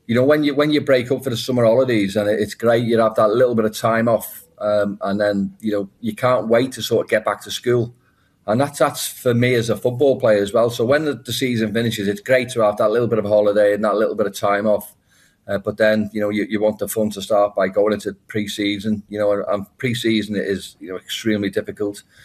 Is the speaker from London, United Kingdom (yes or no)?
no; Liverpool, North West England, United Kingdom; I'm from Liverpool, home